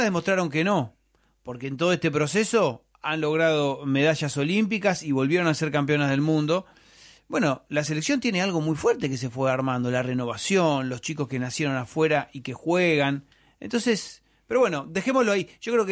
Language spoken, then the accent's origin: Spanish; Argentina